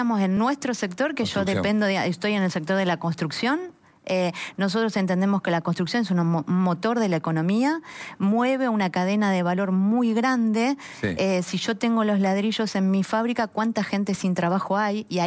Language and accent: Spanish; Argentina; como argentinos, también nos hacen falta.